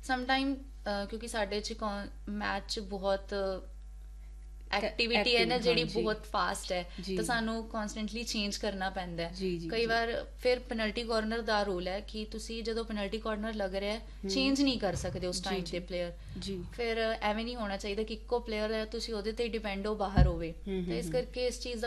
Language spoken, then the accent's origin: Punjabi; Haryana, India; ਹੁਣ ਜਿਵੇਂ ਮੈਂ ਹਰਿਆਣਾ ਤੋਂ ਹਾਂ